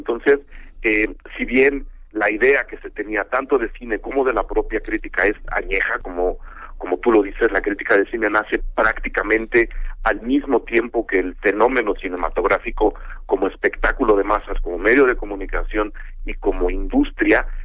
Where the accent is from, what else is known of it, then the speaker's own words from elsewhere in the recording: Mexico; para pensarnos como sociedad, como seres humanos y como mexicanos